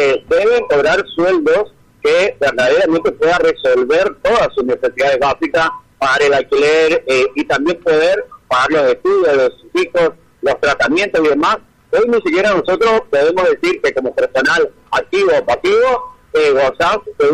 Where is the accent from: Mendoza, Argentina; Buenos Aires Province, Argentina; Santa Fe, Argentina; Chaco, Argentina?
Chaco, Argentina; tenemos la aspiración de que algún día nuestra provincia deje de ser pobre y que sea una provincia de oportunidades